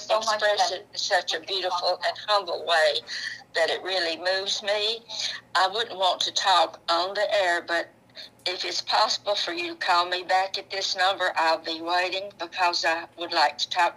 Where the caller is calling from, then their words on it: Muscle Shoals, Alabama, United States; I'm calling from Muscle Shoals, Alabama.